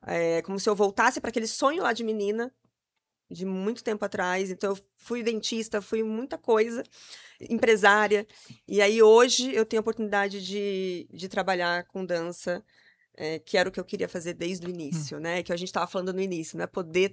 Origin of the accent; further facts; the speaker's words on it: Ponta Porã, Mato Grosso do Sul, Brazil; quando eu era bem novinha, eu sou da fronteira, sou de Ponta Porã.